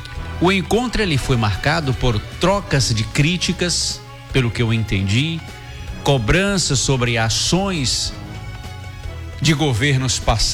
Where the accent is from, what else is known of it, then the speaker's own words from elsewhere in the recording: Bahia, Brazil; bestas somos nós do interior da Bahia